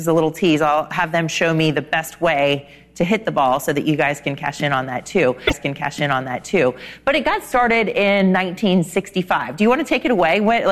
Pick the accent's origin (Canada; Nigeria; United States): United States; Charlotte, North Carolina; I'm from Charlotte, North Carolina